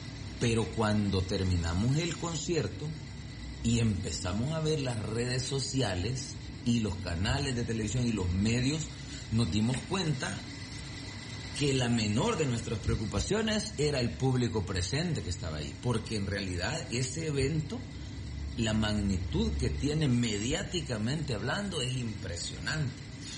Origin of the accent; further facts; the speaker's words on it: El Salvador; lo que importa es que somos salvadoreños y que está pasando algo que nos llena de orgullo a todos